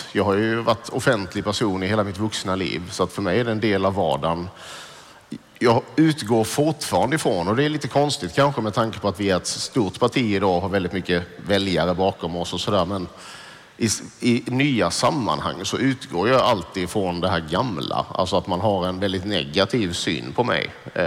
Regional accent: southern Sweden, Sweden; Men jag är från en liten kommun, en liten stad i södra Sverige.

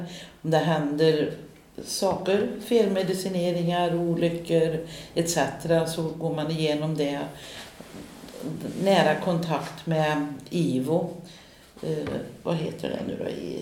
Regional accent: Västra Götaland County, Sweden; jag är redig västgöte.

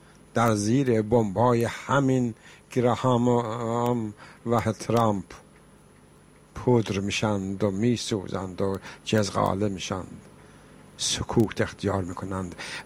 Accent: Iran

